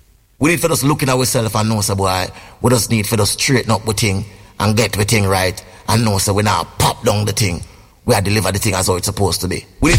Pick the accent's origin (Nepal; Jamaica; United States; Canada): Jamaica; I'm from the Caribbean, specifically from Jamaica. In Jamaica, we are bilingual. Yeah, man, we speak two languages. We speak standard English and fluent patois.